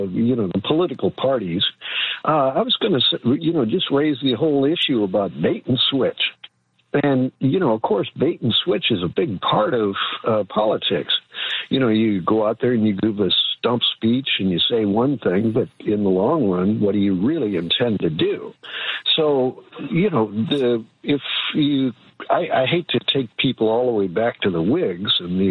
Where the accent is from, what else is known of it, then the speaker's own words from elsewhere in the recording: St. Louis, Missouri, United States; moved away as an adult; now in San Francisco, United States; I'm originally from St. Louis.